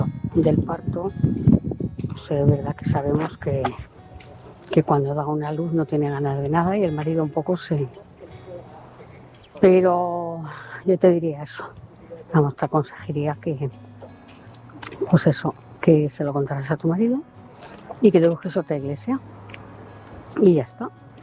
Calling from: Móstoles, Community of Madrid, Spain; Buenas noches. … de Móstoles.

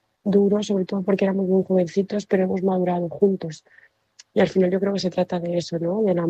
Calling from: Barcelona, Catalonia, Spain; Yo soy … de Barcelona

